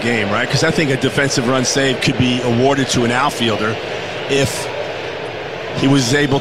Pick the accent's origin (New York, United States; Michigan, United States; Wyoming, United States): New York, United States; New York City; here I am coming from New York City. I didn't even know what fly fishing was.